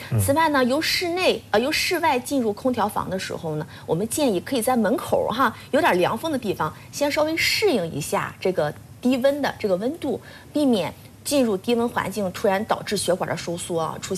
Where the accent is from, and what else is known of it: Shandong, China